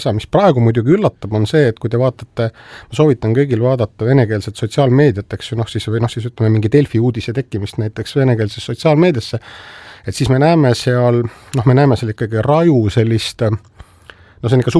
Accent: Saare County, Estonia; Viktor Kingissepp, eks ju, nii-öelda minu kodusaarelt pärit, eks ju, selline erakordselt ebaõnnestunud monument, mille Saaremaa kommunistid paigutasid veel 87. aastal vist.

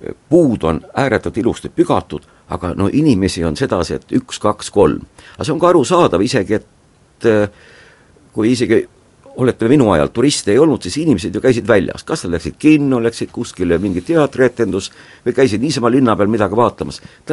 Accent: Haapsalu, Lääne County, Estonia; Mina olen alati väga uhke selle üle, et olen Haapsalust ja just nimelt väike linnast.

